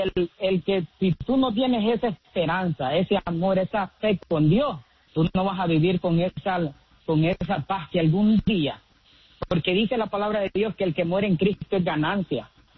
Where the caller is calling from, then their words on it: Nashville, Tennessee, United States; De aquí, de Nashville, Tennessee.